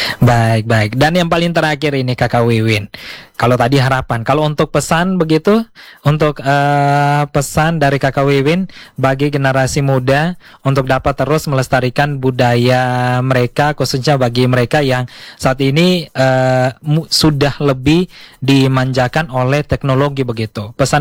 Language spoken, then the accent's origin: Indonesian; East Nusa Tenggara, Indonesia; identitas dan kebanggaan Kotong sebagai orang Timor yang ada di Nusa Tenggara Timur